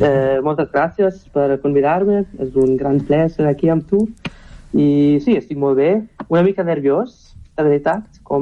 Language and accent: Catalan; Erlangen, Bavaria, Germany; Catalan is a second language; vaig néixer i créixer a Erlangen, una ciutat al sud d'Alemanya, a la regió de Franconia. És molt a prop de Nuremberg, que és la ciutat més coneguda d'aquesta zona. Vaig créixer als afores, així que sempre vaig estar al voltant de la natura.